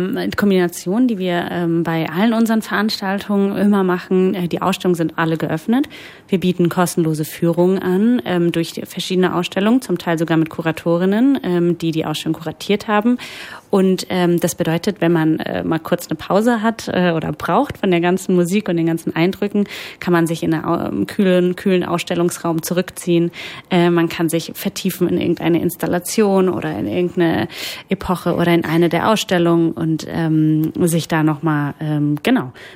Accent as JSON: {"language": "German", "country": "Italy", "said": "Ich bin auch Italienerin"}